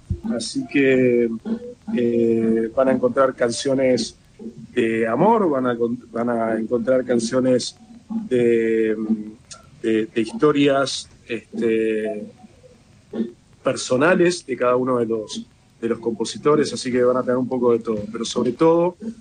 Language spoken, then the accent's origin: Spanish; Argentina; somos argentinos, así que podemos ir del tango a la milonga